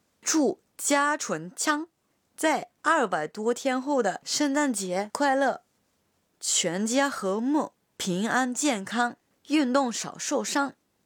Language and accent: Chinese; Yamaguchi, Japan; Chinese is a second language; 我的故乡山口也有不少美景，有些景色我从小就特别熟悉，